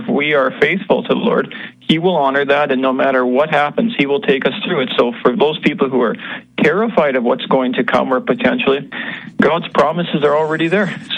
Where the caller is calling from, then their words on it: Canada; from Canada calling.